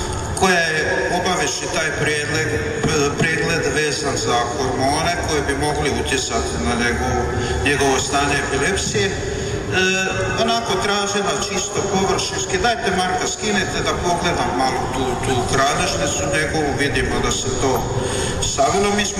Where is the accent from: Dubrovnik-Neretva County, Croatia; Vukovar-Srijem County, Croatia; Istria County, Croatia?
Vukovar-Srijem County, Croatia; Gradište; Dolazimo iz tu iz Slavone, iz Županskog kraja, iz sela Gradišta, iz Župe Svetog Vranja.